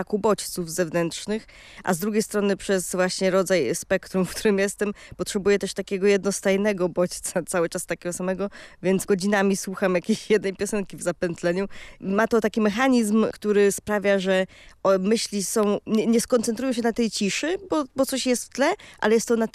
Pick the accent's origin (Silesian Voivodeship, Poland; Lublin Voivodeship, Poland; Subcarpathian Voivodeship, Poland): Lublin Voivodeship, Poland; also born or lived in Zamość; Jestem też człowiekiem z lasu, ponieważ mój ojciec jest leśniczym. I wychowaliśmy się z siostrą na leśniczówce, która się nazywa Kruglik. Moja siostra nawet się tam urodziła.